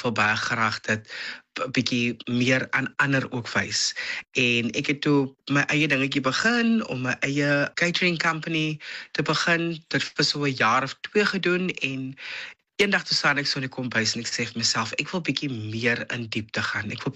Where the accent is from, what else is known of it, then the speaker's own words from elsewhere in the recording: Bellville, Western Cape, South Africa; also born or lived in Malmesbury; now in Stellenbosch, South Africa; 36 jaar oud. En ek het my hele lewe lank het ek groot geword in die Bellville area, daar skool gegaan by tegniese skool.